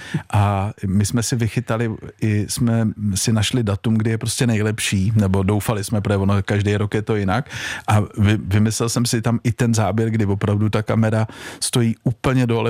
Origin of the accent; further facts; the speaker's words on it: Prague, Czechia; já jsem jako Pražák, narodil jsem se v Praze, Prahu.